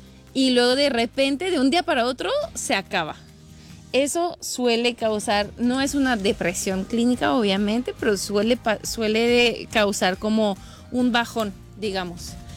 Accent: France; accent: French; Spanish is a second language; moved away as an adult; now in Chihuahua, Mexico; yo soy de Francia, por eso el acento medio a veces raro. Soy de acá, yo viví toda mi vida aquí, crecí todo, la universidad aquí. Y pues llegué a Chihuahua, ¿no? Después.

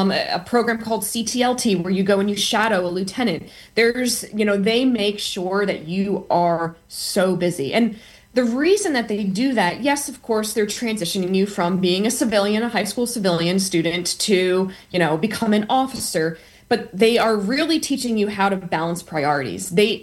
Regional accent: New Jersey, United States; I grew up in New Jersey

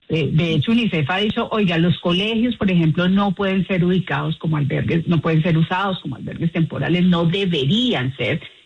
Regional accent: Colombia; en esta tragedia que nosotros que estamos viviendo como colombianos

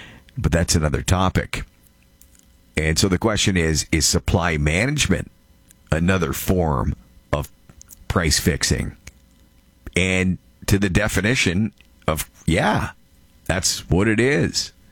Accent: Canada

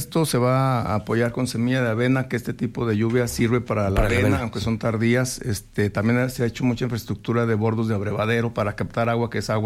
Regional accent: El Llano, Aguascalientes, Mexico; soy de ahí, de Santa Rosa, el llano

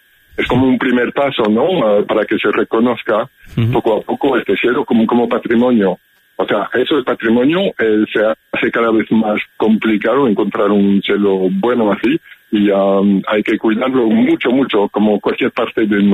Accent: Belgium; Spanish is a second language; now in Spain; Excepcional a nivel europeo, lo notas con mi acento, ¿no? Soy belga.

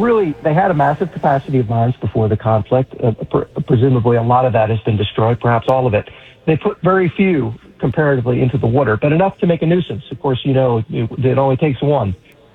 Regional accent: Paterson, New Jersey, United States; born there; born in Paterson, New Jersey.

